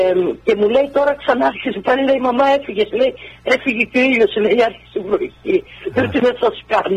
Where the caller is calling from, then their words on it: Karditsa, Thessaly, Greece; Όντως είμαι τυχερή, μένω στην Καρδίτσα.